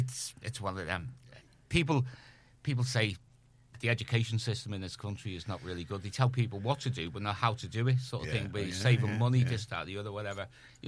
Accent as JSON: {"language": "English", "town": "Liverpool", "region": "North West England", "country": "United Kingdom", "tie": "born or raised there", "said": "I was brought up in Everton"}